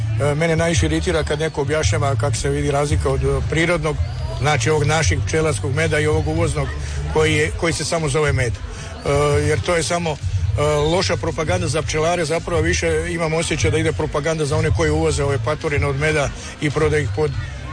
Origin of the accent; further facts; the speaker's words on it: Osijek, Osijek-Baranja County, Croatia; ovdje kod nas u Slavoniji